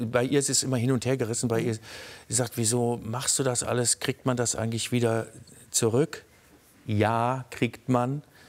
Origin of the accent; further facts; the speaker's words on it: North Rhine-Westphalia, Germany; ich komme aus dem Ruhrgebiet und ich habe in der Zeit damals die Umrisse der Sonne nicht gesehen und auch keine Sternenhimmel, kannte ich nicht.